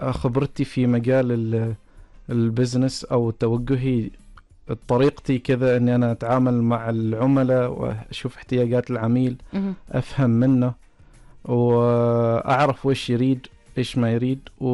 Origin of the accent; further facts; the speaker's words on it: Oman; احنا عمانيين ونخدم هذه البلاد